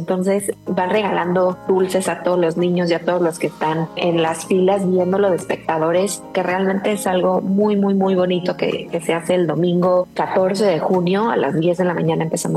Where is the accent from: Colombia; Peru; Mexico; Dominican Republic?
Mexico; San Miguel de Allende, Guanajuato; formen parte de este orgullo como sanmiguelenses, como mexicanos que somos